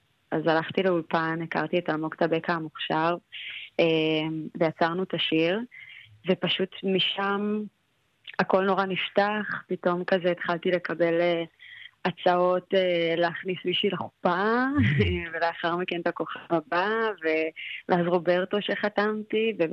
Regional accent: Netivot, Southern District, Israel; now in Tel Aviv, Israel

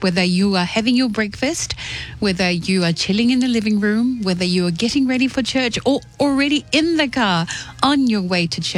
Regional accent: Tonga; growing up in Tonga and growing up, of course, when I was a child and a teenager, we had them all over the house, little mousetraps.

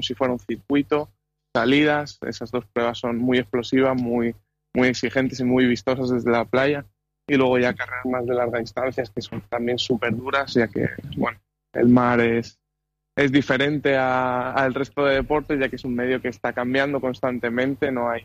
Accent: Santa Pola, Valencian Community, Spain; soy un chico de Elche, de Santa Pola

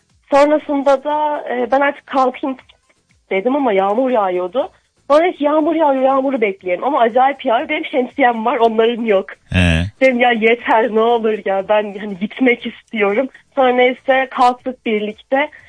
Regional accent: Amasya, Turkey; ben Amasyalıyım

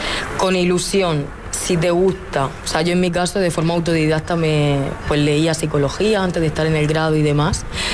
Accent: Cartagena, Region of Murcia, Spain; Soy de Cartagena también

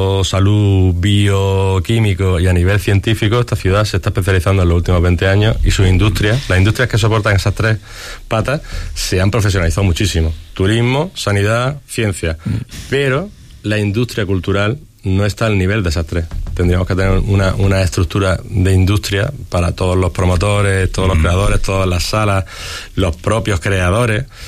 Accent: Granada, Andalusia, Spain; porque seamos granadinos o porque hay que ver cómo somos los granadinos

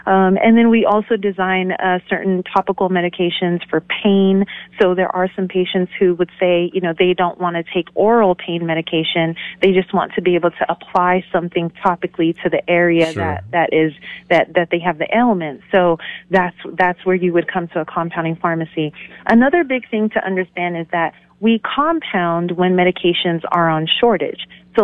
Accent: California, United States; now in New Mexico, United States; do consider myself a New Mexican after being here since, 97? So that's almost 30 years now. Yeah, I came from California. I went to Sandia High School.

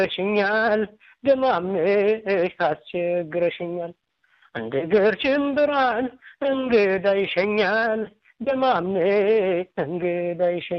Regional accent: Amhara, Ethiopia; also born or lived in Gondar; በእርግጥ የተወለድኩት ወደ ጎጃም አካባቢ ነው እና እዛም በነበርኩበት ጊዜም ያው ምንም አይነት ልምዱ ባይኖረኝም የሙዚቃ ግን ተፈጥሮ እንደዚህ ሰርግም ሲሆን ምንም ሲሆን ይሞክር ነበር፣

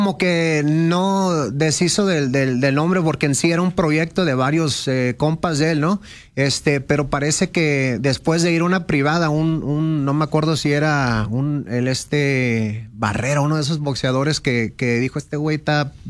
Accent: Los Angeles, California, United States; born there; yo soy nacido en Los Ángeles y lo tradicional para mí era lo del hip hop, la música de inglés

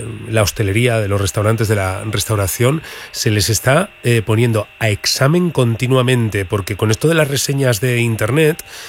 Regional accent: Burgos, Castile and León, Spain; Anda que no he veraneado yo veces en Cantabria, que soy de Burgos.

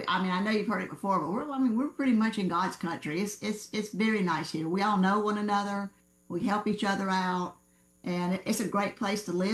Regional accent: Georgia, United States; And, when I moved here back in 2000, I grew up in Georgia, but when I moved here in 2000, it's very quiet.

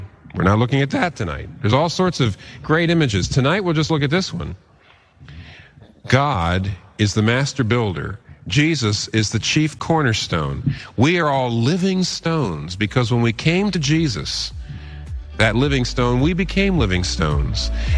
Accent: Pennsylvania, United States

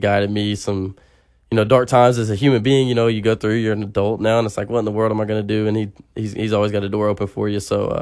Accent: Chattanooga, Tennessee, United States; But, you know, I grew up in Chattanooga my entire life.

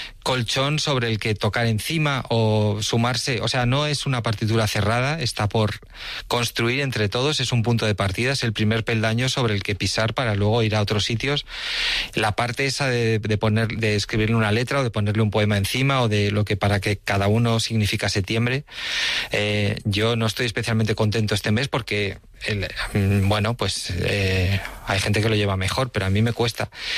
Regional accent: Villacarriedo, Cantabria, Spain; luego he estado en las fiestas de mi pueblo, en Villacarrido, también hace una semana.

